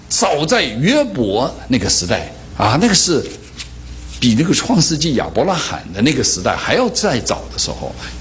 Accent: China; 所以我们中国人是什么都吃，那现在也活得蛮长的啊。

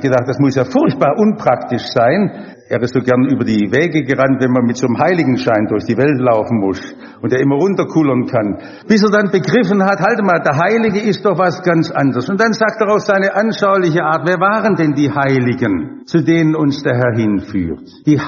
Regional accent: Stuttgart, Baden-Württemberg, Germany; Ich komme aus Häslach. In meiner Umgebung sind 80% Ausländer in Gesamthäslach insgesamt, da gibt es auch noch Villenteile, 60% Ausländer.

